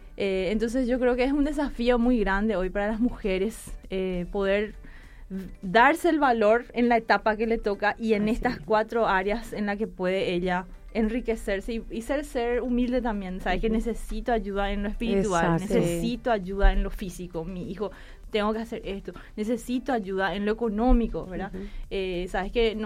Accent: Argentina; born there; also born or lived in Brazil; mi mamá creció en Argentina, yo nací en Argentina

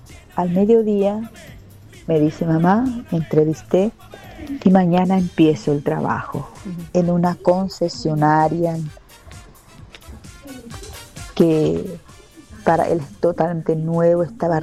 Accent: Itauguá, Central, Paraguay

